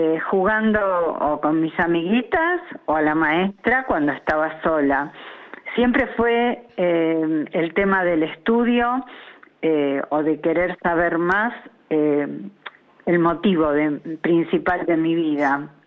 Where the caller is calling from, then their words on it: Lanús, Buenos Aires Province, Argentina; desde Lanús.